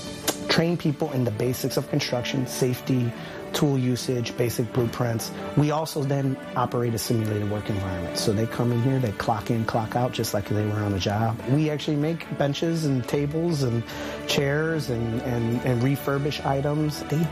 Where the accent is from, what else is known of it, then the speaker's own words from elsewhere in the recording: Chicago, Illinois, United States; Born and raised in the city of Chicago, a single mother. My father was an addict.